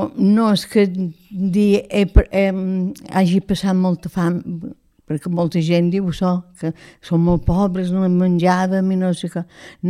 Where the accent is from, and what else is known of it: Ferreries, Balearic Islands, Spain; born or raised there